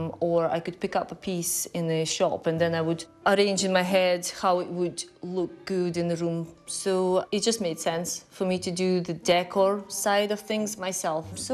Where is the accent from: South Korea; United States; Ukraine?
Ukraine; moved away as an adult; now in Peterhead, United Kingdom; I am from Ukraine originally. I came to Scotland about 18 years ago.